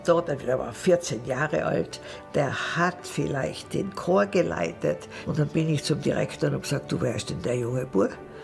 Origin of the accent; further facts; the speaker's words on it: Austria; moved away as an adult; now in Uganda; ich bin Österreicherin, habe aber jetzt auch eine afrikanische Staatsbürgerschaft von Uganda